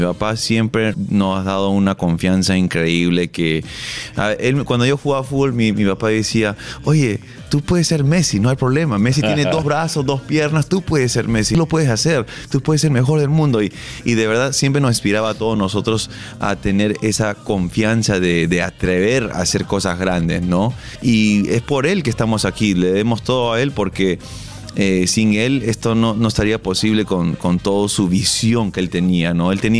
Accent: Peru; somos somos una familia peruana normal

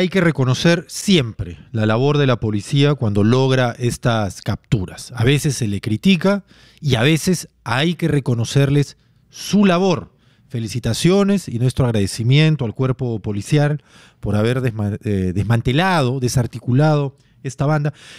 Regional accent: Peru

